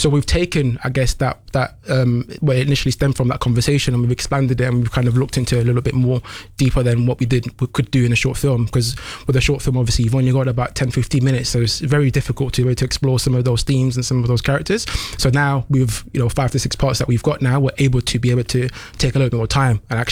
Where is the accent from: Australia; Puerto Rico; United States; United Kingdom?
United Kingdom; London; as growing up in London when it comes to being a young black man.